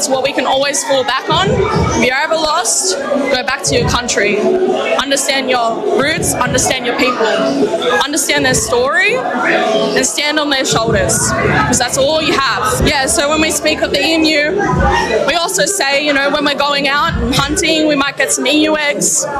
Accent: New South Wales, Australia; all the way from Angeldoo, 8 hours from Sydney. I grew up on Darul country

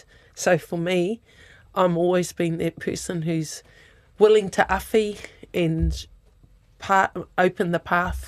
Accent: Northland, New Zealand; the community where I come from Otoa, Northland.

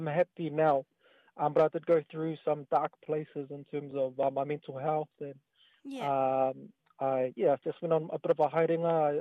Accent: Wellington, New Zealand; here in Wellington, and I'm all about sort of raising the awareness of all the talents here, especially in my hometown.

